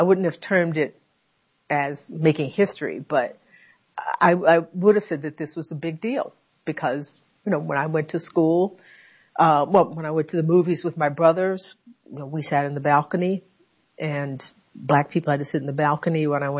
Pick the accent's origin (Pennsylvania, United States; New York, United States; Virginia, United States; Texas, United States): Texas, United States; Conroe; Yeah, Annette Gordon Reed Elementary School in my hometown. Yes, in Conroe, Texas. Yeah, Conroe, Texas.